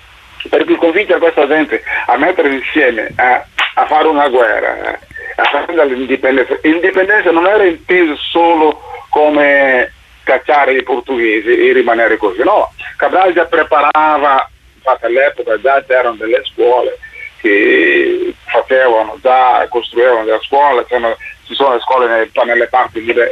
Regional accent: Guinea; Dal del mio paese, sì, in Guinea, diciamo, quindi penso, sono quasi una apolide

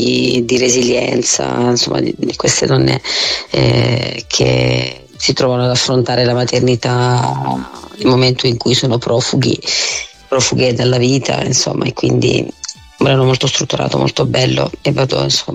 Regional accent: Lesina, Apulia, Italy; è il primo concerto che faccio a Liesina, perché io mi esibisco un po' dappertutto, ma nel mio paese quasi mai.

